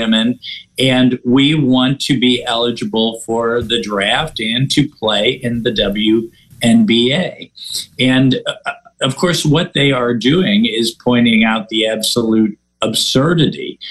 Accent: Missouri, United States; There was actually a case in, I'm from Missouri.

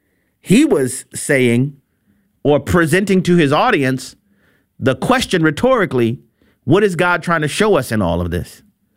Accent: Louisiana, United States; my home state

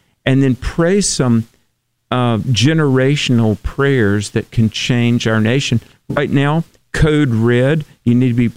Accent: North Carolina, United States; In my home state of North Carolina

